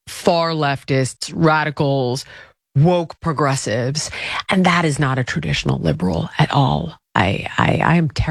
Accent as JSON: {"language": "English", "region": "California", "country": "United States", "tie": "born or raised there", "said": "which is why I think I was a liberal my whole life, on top of growing up in California"}